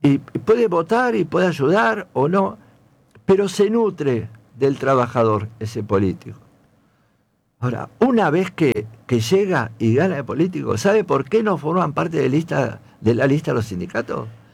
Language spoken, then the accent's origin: Spanish; Rosario, Santa Fe, Argentina; Somos rosarinos.